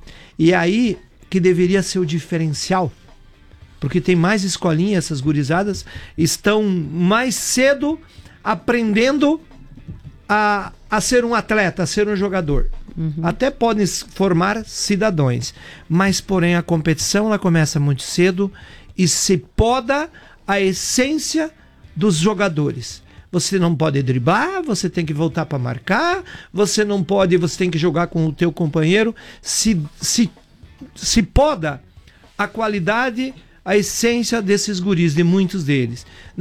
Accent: Nova Itaberaba, Santa Catarina, Brazil; born there; eu falo a minha história, porque eu nasci em Nova Itaberaba, fui estudar num colégio de freiras.

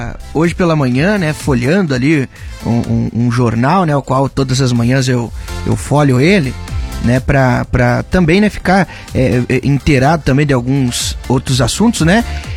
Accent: Brazil; nós que somos brasileiros

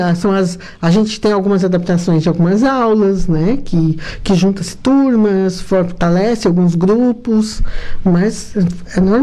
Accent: Santa Catarina, Brazil

